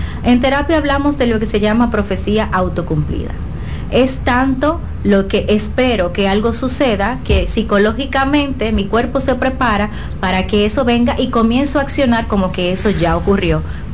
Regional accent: Dominican Republic

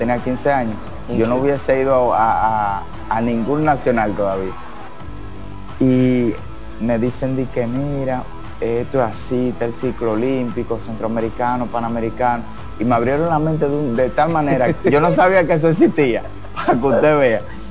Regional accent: Dominican Republic; yo tengo que despertarme de madrugada en mi pueblo. Sí. Está casi a 3 horas de aquí.

